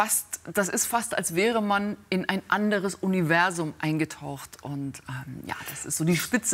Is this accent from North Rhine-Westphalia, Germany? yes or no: no; Bavaria, Germany; meiner Kindheit in Bayern, groß geworden mit viel Eis und Schnee.